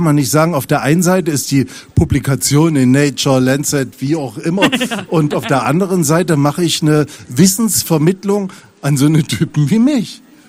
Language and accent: German; Thuringia, Germany; Ich bin in der thüringischen Provinz groß geworden. In einem Ort mit 700 Einwohnern.